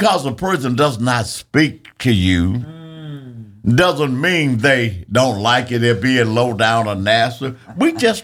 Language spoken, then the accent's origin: English; Belzoni, Mississippi, United States; When I walked in, you know, I'm being me from Belzona, Mississippi.